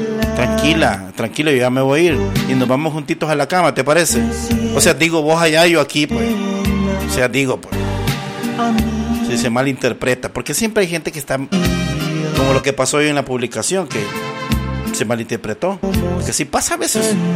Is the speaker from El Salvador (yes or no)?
yes; El Salvador; Porque así somos los salvadoreños.